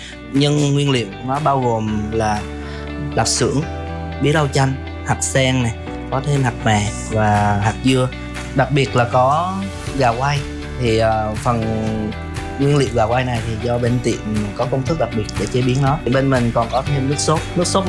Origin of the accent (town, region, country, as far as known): Buon Ma Thuot, Dak Lak, Vietnam